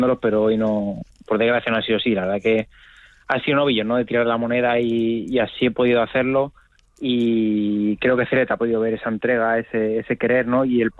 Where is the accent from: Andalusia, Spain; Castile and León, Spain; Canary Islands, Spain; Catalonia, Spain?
Catalonia, Spain; Pisar esa plaza con tanta gente catalana y rodeado de banderas de Cataluña y sentirme como en mi tierra.